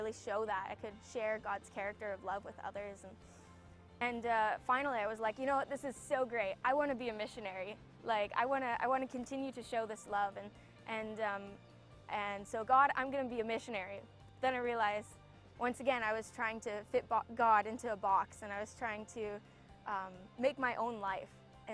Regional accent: Canada; now in Perth, Australia; I'm from Canada. I'm on staff here at YWAM Perth

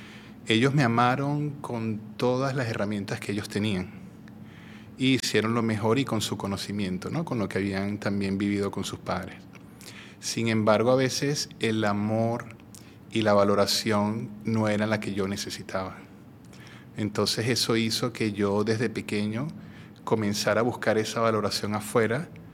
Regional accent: Maracay, Aragua, Venezuela; yo soy de Venezuela. Nací en una ciudad que está a una hora de Caracas, Maracay, me crié allí. Los primeros 3 años viví con mis abuelos. Al tercer año, cuarto año, me fui a vivir con mi mamá.

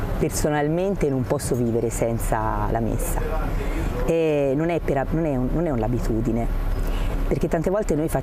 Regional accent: Siena, Tuscany, Italy; vengo da Siena

